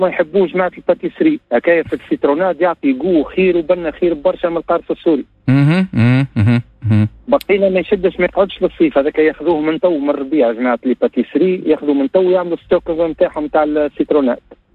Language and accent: Arabic; Tunisia; عندنا في تونس